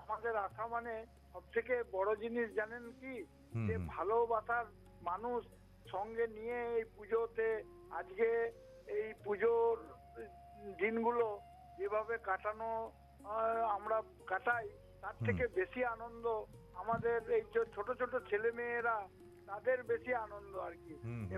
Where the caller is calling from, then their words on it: Budhpur, West Bengal, India; আমি পশ্চিমবঙ্গের পূর্ব বর্ধমান জেলার বুধপুর থেকে